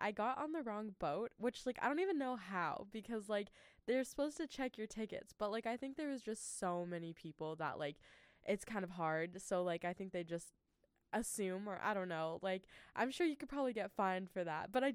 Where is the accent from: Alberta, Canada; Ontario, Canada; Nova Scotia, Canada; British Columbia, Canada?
British Columbia, Canada; Prince George; born or raised there